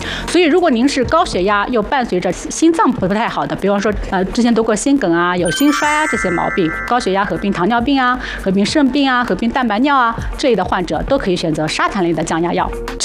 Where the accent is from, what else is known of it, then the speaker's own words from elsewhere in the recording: China; 我们中国人